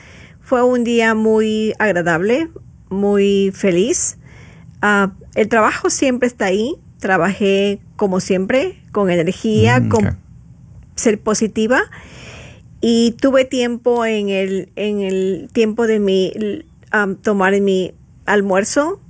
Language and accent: Spanish; Ecuador; Pero de donde yo vengo es Sudamérica, Ecuador